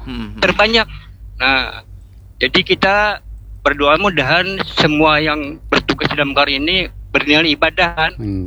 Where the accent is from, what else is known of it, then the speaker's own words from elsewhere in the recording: Banjarmasin, South Kalimantan, Indonesia; warga kita Banjar Masin